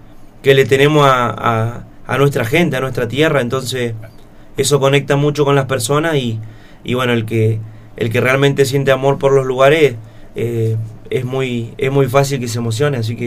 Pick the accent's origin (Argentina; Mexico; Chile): Argentina; El Maitén, Chubut; mi pueblo, el Maitén, es uno de los puntos más bonitos de la provincia del Chubut